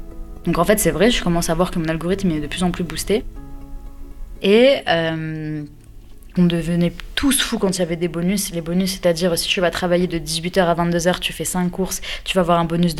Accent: Metz, Grand Est, France; now in Créteil, France; J'ai grandi à Metz, donc je viens de la Lorraine, du 57, et aujourd'hui j'habite à Créteil dans le 94.

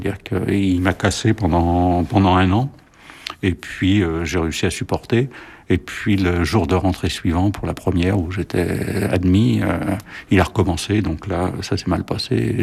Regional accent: Saint-Denis, Île-de-France, France; j'ai trouvé un travail à Saint-Denis, donc dans ma ville natale

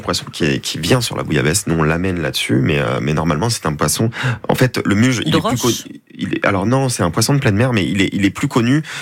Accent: Provence-Alpes-Côte d'Azur, France; Donc souvent je dis que moi je viens de la Provence Côte d'Azur mais aujourd'hui j'habite sur la dans la Provence de Marcel Pagnol.

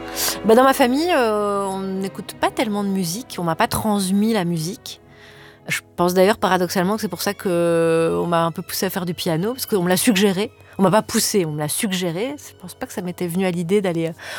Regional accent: Mons, Wallonia, Belgium; born there; pas très loin de chez moi, à Mons

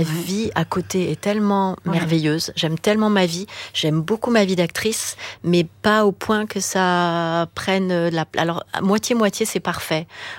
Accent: Paris, Île-de-France, France; Je suis parisienne

